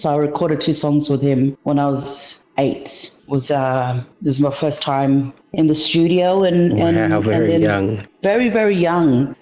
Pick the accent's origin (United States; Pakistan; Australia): Australia; Hermannsburg, Northern Territory; So I'm a Western Arrernte woman from Ntaria community, Worcester Valley Springs.